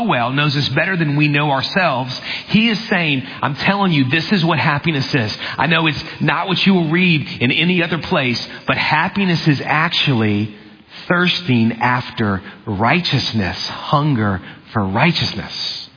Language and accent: English; New Orleans, Louisiana, United States; I grew up in the New Orleans area.